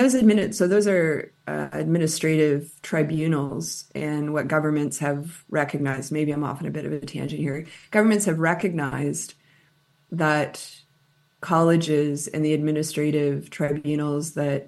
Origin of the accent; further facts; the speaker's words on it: Fredericton, New Brunswick, Canada; my hometown of Fredericton